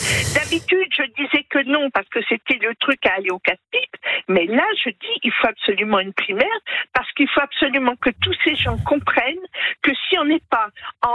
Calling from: La Rochelle, Nouvelle-Aquitaine, France; Charente-Maritime, La Rochelle.

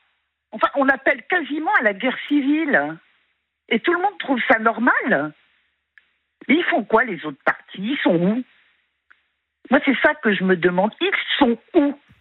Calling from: France; Je suis française, je vis en France

